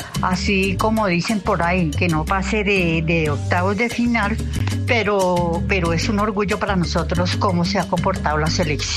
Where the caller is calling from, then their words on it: Soacha, Cundinamarca, Colombia; Yo hablo desde Soacha